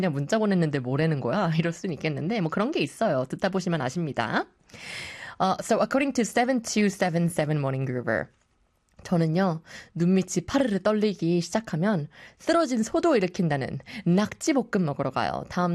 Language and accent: Korean; South Korea; 역시 우리는 한국인 피못 속여요, 그죠?